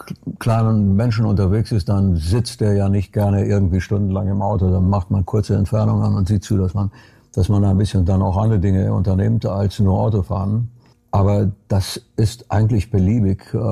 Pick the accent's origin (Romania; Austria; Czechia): Romania; Brașov, Brașov County; now in Germany; Ich bin geboren in Kronstadt in Rumänien im Karpatenbogen. Und das ist vielleicht nicht ganz so hoch, aber auch gebirgig.